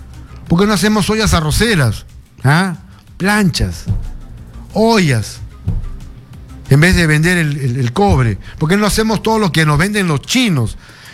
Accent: Peru; porque así somos los peruanos, pues no.

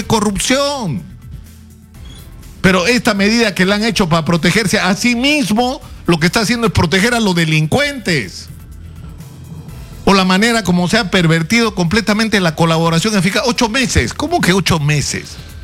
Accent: Peru; los peruanos no somos como la mayoría de esta gente en el Congreso.

